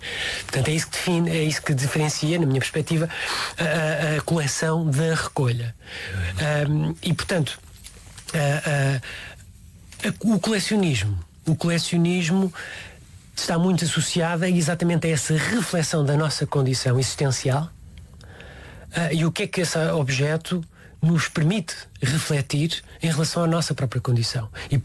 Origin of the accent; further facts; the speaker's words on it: Queluz, Lisbon, Portugal; also born or lived in Tomar / Margem Sul / Brunei; now in Viseu, Portugal; Após eu nasci em Tomar, fiz a minha infância e juventude na zona de Queluz, depois fiz a minha idade de jovem adulto na Margem Sul, depois mudei-me para a zona de Lisboa Norte e depois mudei-me para o Brunei